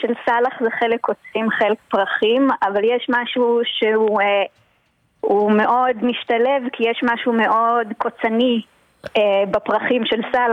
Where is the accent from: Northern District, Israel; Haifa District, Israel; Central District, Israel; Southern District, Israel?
Northern District, Israel; Ne'ot Mordechai; moved away as an adult; also born or lived in Beit Hillel / Sde Nehemia; now in Tel Aviv, Israel; אני בת נאות מרדכי, גדלתי שם, נולדתי שם. גרתי הרבה שנים גם בבית הלל. ובערך מאחרי הצבא, אני עם ההורים שלי ואני בשדה נחמיה.